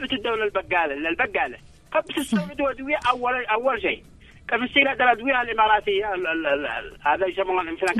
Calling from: Yemen; احنا عندنا في اليمن

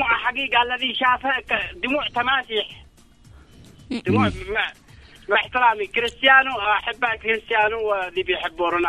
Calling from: Yemen; احنا عندنا في اليمن

